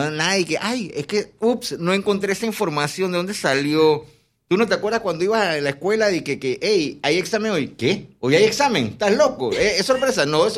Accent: La Chorrera, Panamá Oeste, Panama; now in Panama City, Panama; Por fin me di una vuelta por mi pueblo. Mi pueblo es La Chorrera.

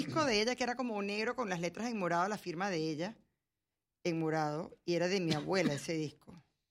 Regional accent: Venezuela; moved away; por las razones que todos los venezolanos tuvimos que emigrar.

